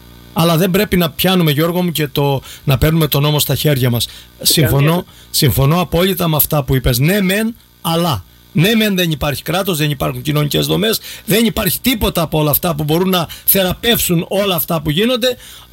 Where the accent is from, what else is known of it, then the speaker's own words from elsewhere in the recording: Crete, Greece; born there; γεννηθήκαμε σε αυτό το νησί και είμαστε και χαιρόμαστε να λέμε ότι είμαστε από την Κρήτη, είμαστε κριτικοί.